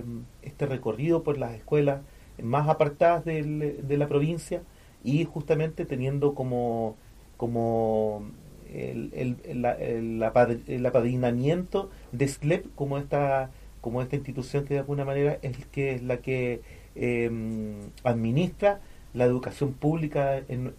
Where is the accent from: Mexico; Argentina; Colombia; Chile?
Chile; Santiago, Santiago Metropolitan; also born or lived in Valparaíso / France; now in Los Muermos, Chile; Yo estudié vengo de Santiago, pero viví muchos años en Valparaíso, después me fui a Francia, estuve estudiando en Turquía